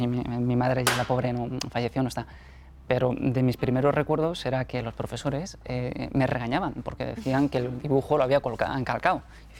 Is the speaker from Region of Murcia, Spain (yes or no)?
no; Madrid, Community of Madrid, Spain; yo soy de aquí, yo soy de Madrid